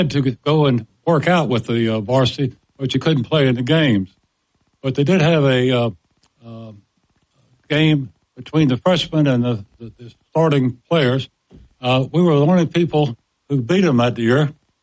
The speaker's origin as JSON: {"language": "English", "town": "Roanoke", "region": "Virginia", "country": "United States", "tie": "born there", "said": "I was born in Roanoke. My mother and father divorced when I was four. I went to four different locations. Came back to Roanoke and played at Jefferson High School."}